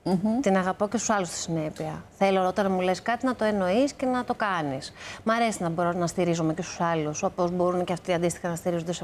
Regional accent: Athens, Attica, Greece; ο μπαμπάς μου ήταν από το Λαφίστη Βιωτίας. Εγώ γεννήθηκα στην Αθήνα και μεγάλωσα στην Αθήνα.

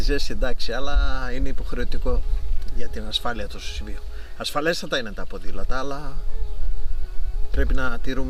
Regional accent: Thessaloniki, Central Macedonia, Greece; moved away as an adult; Έτσι έφυγα από τη Θεσσαλονίκη πριν 28 χρόνια, μπήκα στα 29 τώρα και ήρθα να ασχοληθώ με δραστηριότητες.

